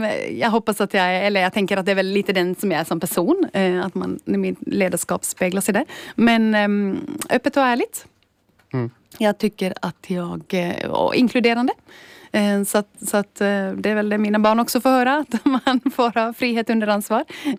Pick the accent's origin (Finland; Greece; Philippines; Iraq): Finland; Ostrobothnia; moved away as an adult; now in Stockholm, Sweden; Ja, jag är alltså från Österbotten ursprungligen, och har sedan bott i Stockholm mitt största del av mitt vuxna liv, men också jobbat i Finland och Sverige